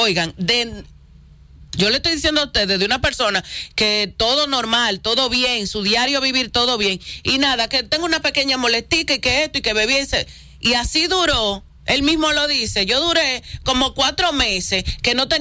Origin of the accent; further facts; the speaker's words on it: Dominican Republic; Así es como somos nosotros los dominicanos.